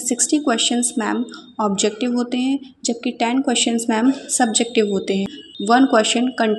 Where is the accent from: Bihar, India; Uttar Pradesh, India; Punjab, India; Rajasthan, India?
Uttar Pradesh, India; Rampur; और मैं रामपुर की ही रहने वाली हूँ, और मैंने अपनी सारी पढ़ाई रामपुर से ही कंप्लीट की है